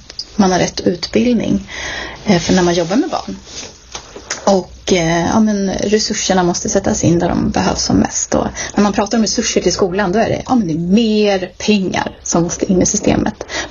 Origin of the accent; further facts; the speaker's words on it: Älta, Stockholm County, Sweden; Sen 17 år har jag bott på Finnberget, men jag är uppvuxen i Älta också, så att jag har bott i lite olika delar av Nacka.